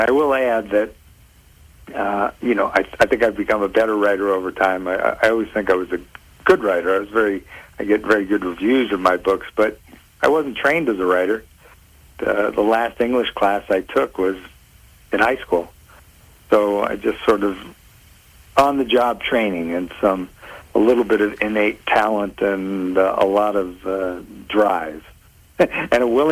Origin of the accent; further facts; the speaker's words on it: Roslyn, New York, United States; also born or lived in Queens / Stamford; now in Marblehead, United States; I was born in Queens, New York. Most of my life up through high school was spent in Roslyn, Long Island, Queens, New York, and Stamford, Connecticut, all within a couple of miles of the ocean.